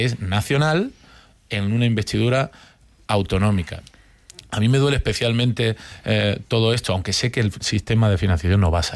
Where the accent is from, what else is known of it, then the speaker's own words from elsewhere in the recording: Andalusia, Spain; por mi tierra, por Andalucía